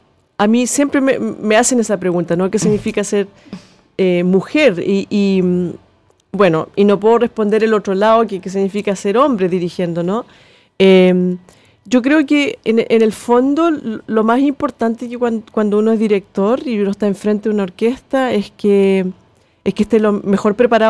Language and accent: Spanish; Concepción, Biobío, Chile; moved away; yo nací acá en Concepción